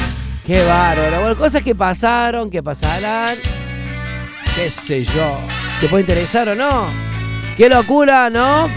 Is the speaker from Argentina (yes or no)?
yes; Argentina; Somos cabuleros los argentinos